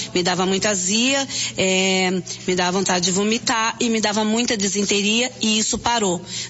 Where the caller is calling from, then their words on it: Piraquara, Paraná, Brazil; sou daqui do Jardim Holandês Piraquara, tá?